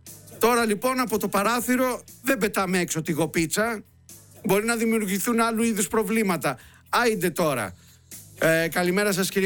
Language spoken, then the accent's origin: Greek; Peloponnese, Greece; Στη Λακωνία τώρα στα μέρη μου